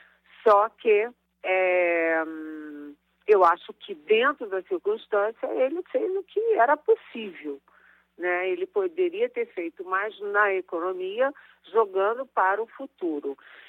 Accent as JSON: {"language": "Portuguese", "region": "Rio de Janeiro", "country": "Brazil", "said": "Eu que sou carioca, falo de cabeça para baixo."}